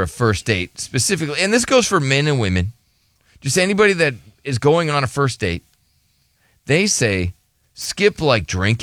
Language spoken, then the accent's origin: English; Minnesota, United States; I'm from Minnesota, so it'd be cold. You could fish in the winter and stuff.